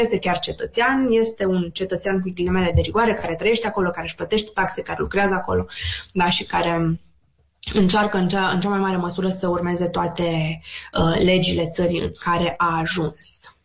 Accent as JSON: {"language": "Romanian", "country": "Romania", "said": "toți românii ca națiune ne simțim ca niște victime."}